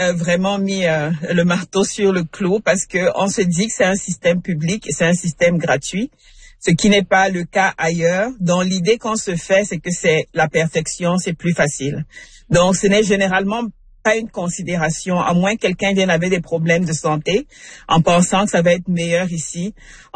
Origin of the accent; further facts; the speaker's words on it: Canada; tous les Canadiens, on a des problèmes. Quand on est parent, on met la santé en arrière. Quand on est Canadien, on a des problèmes dans le système de santé.